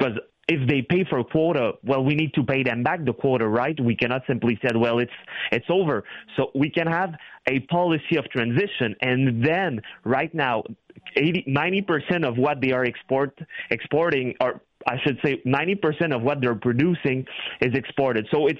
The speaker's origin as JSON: {"language": "English", "country": "Canada"}